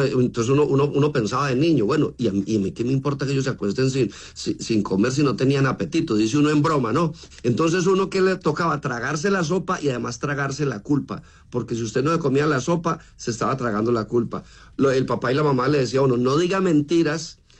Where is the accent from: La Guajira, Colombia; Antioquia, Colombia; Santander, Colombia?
Antioquia, Colombia; Marinilla; Sí, yo nací en Marinilla.